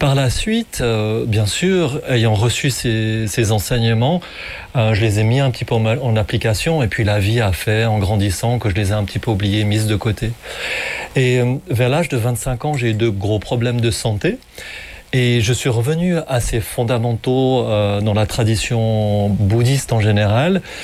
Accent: Fribourg, Switzerland; born there; moved away; also born or lived in Geneva; Donc je suis né effectivement en Suisse, dans la région de Fribourg. Donc je suis né à Fribourg et ensuite j'ai vécu pas mal de temps à Genève.

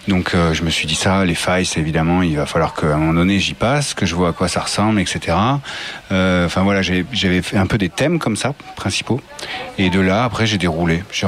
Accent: Le Rozier, Occitanie, France; now in Millau, France; j'ai grandi à Rosiers, enfin Mossujol, le Rosier, ce coin là quoi. Et en fait mon territoire, il était entre le Rosier et Millau, Causse Noire, Larzac.

